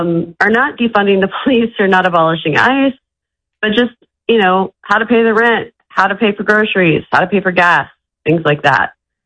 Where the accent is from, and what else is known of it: Kansas City, United States; now in San Francisco Bay Area, United States